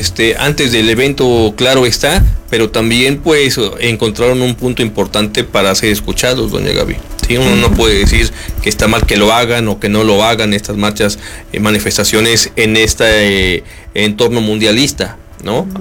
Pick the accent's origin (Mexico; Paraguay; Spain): Mexico; ¿Quién somos los mexicanos?